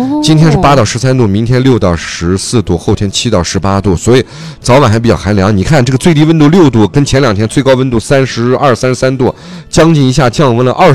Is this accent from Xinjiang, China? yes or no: yes; Xinjiang, China; 咱们新疆人说话都是